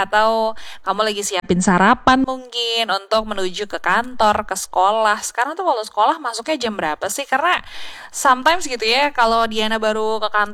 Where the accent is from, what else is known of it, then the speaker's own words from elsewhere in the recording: Ternate, North Maluku, Indonesia; jujur li bangga deh sebagai warga Ternate